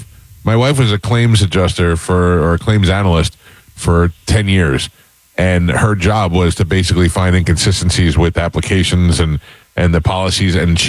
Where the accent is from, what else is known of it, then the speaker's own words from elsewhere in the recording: the South, United States; accent: southern; That's my southern accent.